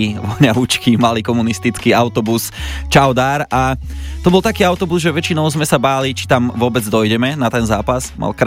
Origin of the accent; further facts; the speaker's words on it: Kremnica, Banská Bystrica Region, Slovakia; u nás v Kremnici, krásne detské časy